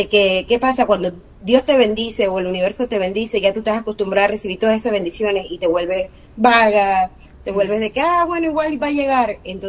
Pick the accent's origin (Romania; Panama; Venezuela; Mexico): Panama; moved away; como vengo de Panamá, ese es el código de área del país